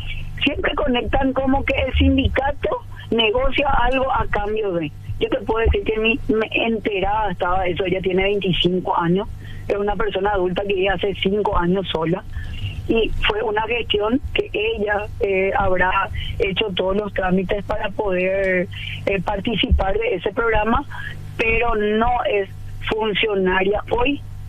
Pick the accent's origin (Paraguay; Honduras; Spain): Paraguay; O sea, como cualquier paraguayo, yo podía salir, y entonces opté por llevarle a mis hijas a Cayoba en auto.